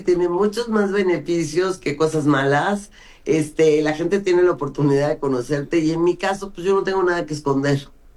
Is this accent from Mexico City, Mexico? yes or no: yes; Mexico City, Mexico; also born or lived in Brazil; cuando llegamos de Brasil, que se murió mi papá, nos fuimos a vivir a una vecindad de Clavería, que está al lado de Azcapotzalco, donde hice la preparatoria. Crecí en Popotla